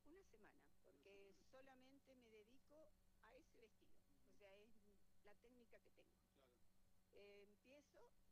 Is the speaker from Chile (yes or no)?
no; Junín de los Andes, Neuquén, Argentina; soy de Junín de los Andes, nacida y criada acá, de familia trabajadora.